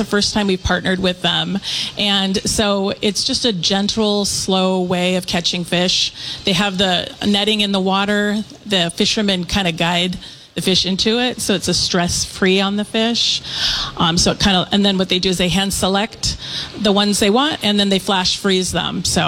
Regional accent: Bremerton, Washington, United States; So I'm from Washington. I grew up in Bremerton.

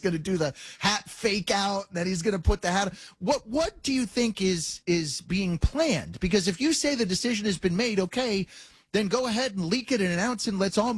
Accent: Denver, Colorado, United States; And I grew up as a Nugget fan, and I'm from Denver

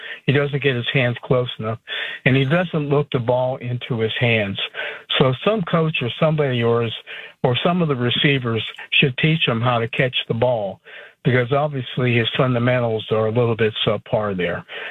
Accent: Pittsburgh, Pennsylvania, United States; I grew up in the Pittsburgh area as a little kid

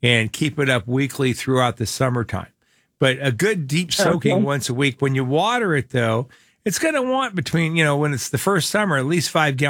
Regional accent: Phoenix, Arizona, United States; You know, when I grew up here in Sunny Slope, my father's orchid tree is still there.

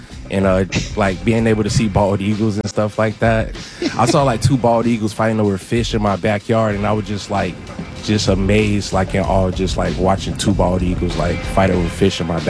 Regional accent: Florida, United States; now in Seattle, United States; I'm a Florida, like I'm from Florida

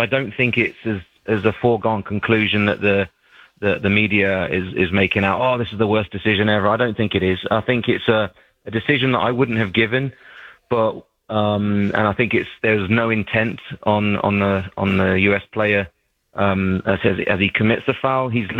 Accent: England, United Kingdom; moved away; Yeah, as an Englishman

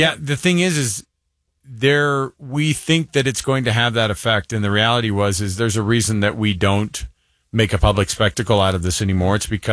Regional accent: Utah, United States; And somebody's like, oh, where are you guys from? We told them, oh, we're from Utah.

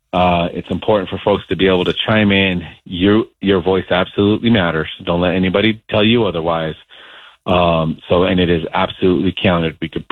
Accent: United States; born there; I was born here. I'm American, just like anybody else.

